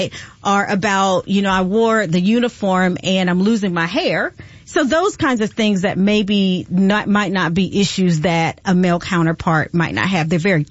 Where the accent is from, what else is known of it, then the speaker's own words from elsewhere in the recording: Midwest, United States; now in Georgia, United States; We live in Georgia, so I'm from the Midwest.